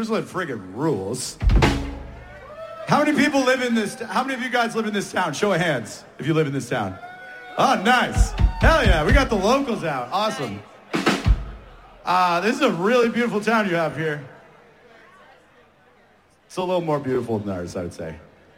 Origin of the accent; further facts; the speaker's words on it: Nova Scotia, Canada; We're from Nova Scotia, which is in Canada, which is on Earth, which is actually in Canada.